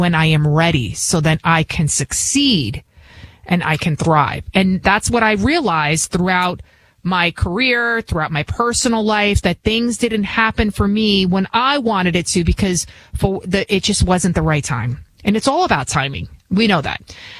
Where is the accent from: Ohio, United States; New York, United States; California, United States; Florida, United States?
New York, United States; Bronx; born or raised there; accent: Bronx; English is a second language